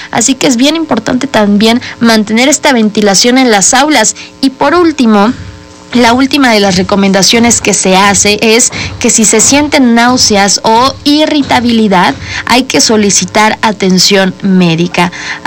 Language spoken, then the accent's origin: Spanish; Puebla, Mexico; siendo poblanas y poblanos